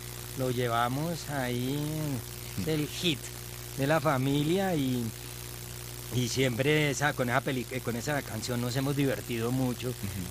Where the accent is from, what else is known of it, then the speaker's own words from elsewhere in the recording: Colombia; first language Czech; me acuerdo cuando llegué acá a Colombia de niño.